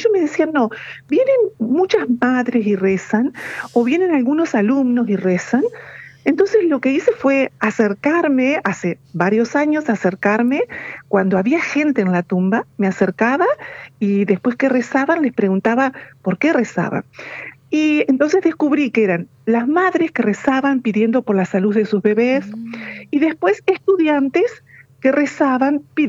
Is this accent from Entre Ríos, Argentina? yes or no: yes; Santa Elena, Entre Ríos, Argentina; sobre todo en mi pueblo, en Santa Elena